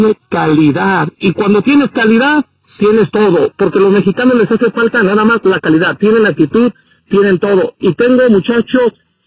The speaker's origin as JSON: {"language": "Spanish", "country": "Mexico", "said": "yo soy mexicano, pero yo soy de Chivas nada más"}